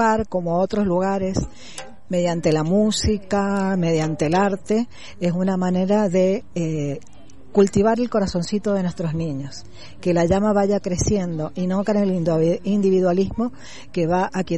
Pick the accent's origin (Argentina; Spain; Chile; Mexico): Argentina; Mendoza; Pertenezco a la comunidad Yahue Sumec, Hijos del Sol, de Uspallata y del Gran Mendoza.